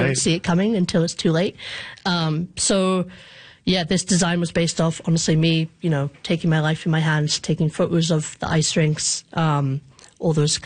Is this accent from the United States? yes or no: no; Scotland, United Kingdom; now in Canada; I'm from Scotland originally, and kind of Canada's taken me in.